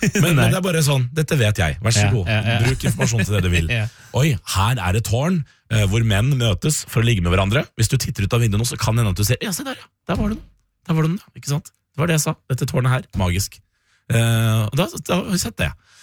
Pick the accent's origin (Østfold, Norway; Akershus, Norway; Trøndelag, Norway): Østfold, Norway; Sarpsborg; born or raised there